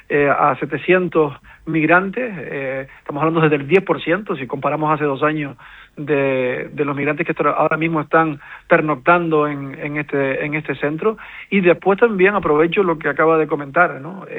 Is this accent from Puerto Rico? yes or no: no; Canary Islands, Spain; los canarios siempre hemos sido un pueblo de acogida, un pueblo de integración, que los migrantes han venido históricamente, nosotros fuimos migrantes y ahora somos tierra de inmigrantes